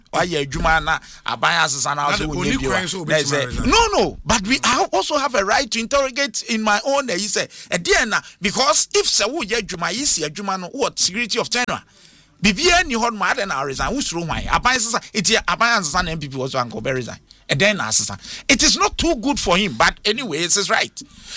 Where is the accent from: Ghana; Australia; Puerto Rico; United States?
Ghana; I'm speaking as a Ghanaian